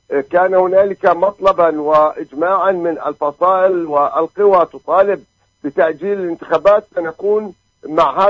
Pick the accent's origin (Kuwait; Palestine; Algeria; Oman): Palestine; شعبنا الفلسطيني